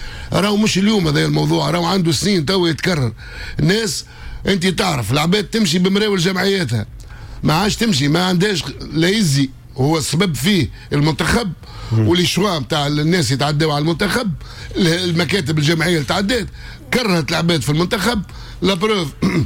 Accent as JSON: {"language": "Arabic", "country": "Tunisia"}